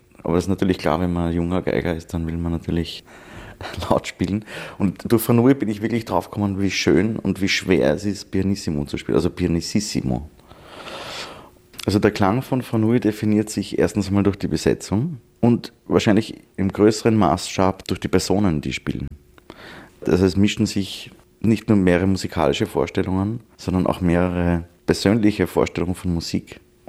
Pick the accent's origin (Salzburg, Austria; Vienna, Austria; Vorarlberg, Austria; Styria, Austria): Vienna, Austria; Ich bin ein waschechter Wiener